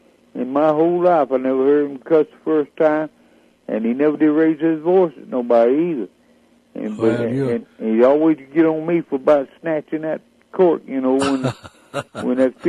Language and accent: English; Porterdale, Georgia, United States; also born or lived in Covington; So I've been over there quite a bit. I lived down there in Porterdale. We all did. All of us … all of us lived down there till 46, and then everybody got up and moved to Grif